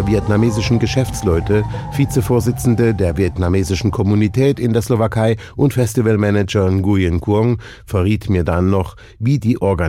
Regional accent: Germany; now in Slovakia; das muss ich als Deutscher mit langjähriger slowakischer Lebenserfahrung auch mal sagen

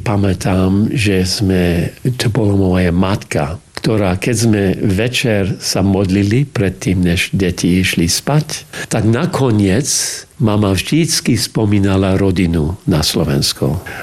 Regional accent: New Westminster, British Columbia, Canada; born there; Slovak is a second language; also born or lived in Rome; v New Westminster bola slovenská farnosť. Tam boli jezuiti. William Lacko, Jan Žabka. Ja som bol ministrantom. A vtedy ešte omša bola v latinčine, tak som nemusel rozprávať po slovensky.

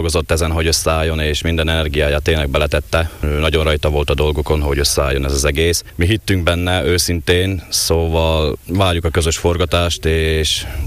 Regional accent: Galanta, Trnava Region, Slovakia; én Galántai vagyok.

